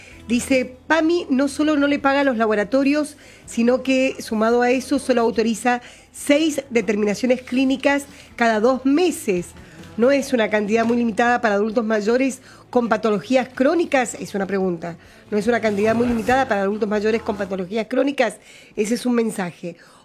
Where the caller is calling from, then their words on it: San Martín, Mendoza, Argentina; de San Martín.